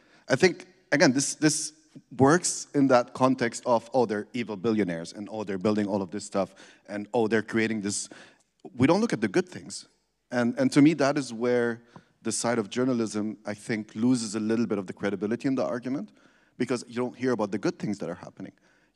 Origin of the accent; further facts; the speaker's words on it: Berlin, Germany; I'm from Berlin